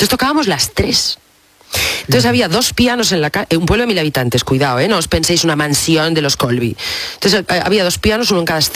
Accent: Salas, Asturias, Spain; Mi pueblo mola un montón, pero hace 40 años era una cosa, a ver, muy chiquitilla. O sea, yo a los chavales se lo cuento, o en las entrevistas lo hablo, Asturias, hace 40 años

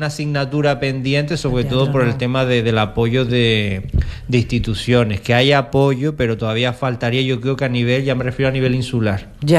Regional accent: Lanzarote, Canary Islands, Spain; La gente pensaba que no éramos de Lanzarote.

